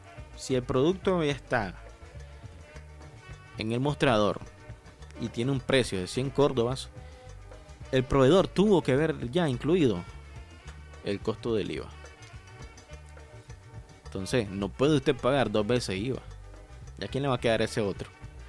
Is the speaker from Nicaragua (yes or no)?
yes; Nicaragua; como los nicaragüenses, somos orgullosos